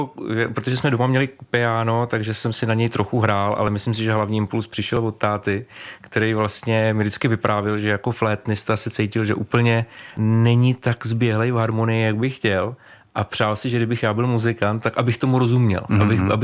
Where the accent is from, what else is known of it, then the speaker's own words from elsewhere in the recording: Hradec Králové, Hradec Králové Region, Czechia; já jsem z Hradce Králové, takže já